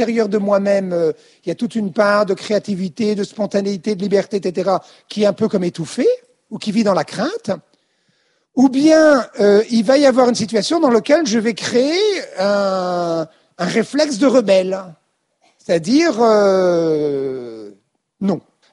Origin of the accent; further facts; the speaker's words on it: Quimper, Brittany, France; born there; moi j'étais en Bretagne quand j'étais enfant, donc à Quimper, Finistère